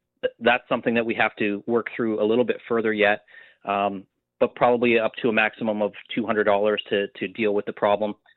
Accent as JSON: {"language": "English", "town": "Wallaceburg", "region": "Ontario", "country": "Canada", "tie": "born or raised there", "said": "and I grew up in Wallaceburg down, you know, further towards the St. Clair River."}